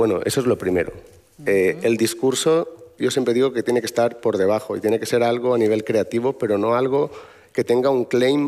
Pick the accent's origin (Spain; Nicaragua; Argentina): Spain; Barx, Valencian Community; el bar de la piscina de mi pueblo, un pueblo que se llama Barch, muy pequeñito, 1,000 habitantes